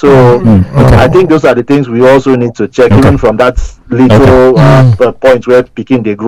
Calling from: Lagos, Nigeria; I'm calling from Victoria Island.

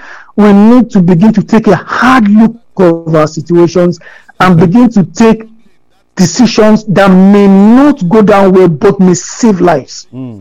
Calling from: Abeokuta, Ogun, Nigeria; from Abeokuta calling.

